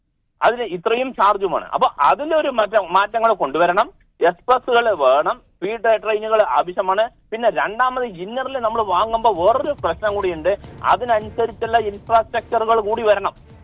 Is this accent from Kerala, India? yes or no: yes; Palakkad, Kerala, India; now in Dubai, United Arab Emirates; ഞാൻ പാലക്കാട്ടുകാരനാണ്.